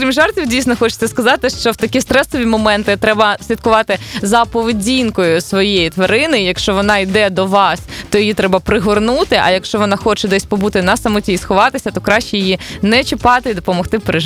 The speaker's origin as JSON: {"language": "Ukrainian", "town": "Donetsk", "region": "Donetsk Oblast", "country": "Ukraine", "moved": "as an adult", "said": "Я ж з Донецька"}